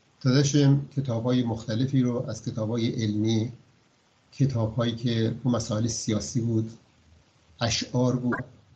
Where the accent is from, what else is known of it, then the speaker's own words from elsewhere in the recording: Kangavar, Kermanshah, Iran; 1329 برابر با اول ماه مه 1950. من در کنگاور متولد شدم، در یک خانواده پرجمعیت و مرفه. پدر من خب از تجار کنگاور بود